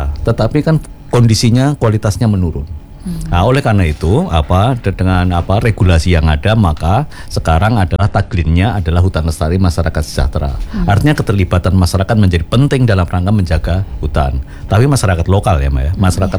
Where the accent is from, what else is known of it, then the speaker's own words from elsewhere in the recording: Surakarta, Central Java, Indonesia; Itu saya orang Solo tapi tahu.